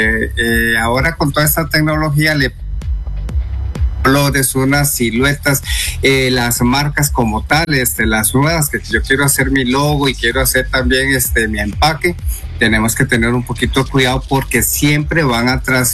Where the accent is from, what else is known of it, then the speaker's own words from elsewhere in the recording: Costa Rica; nuestra cultura, como ticos o como costarricenses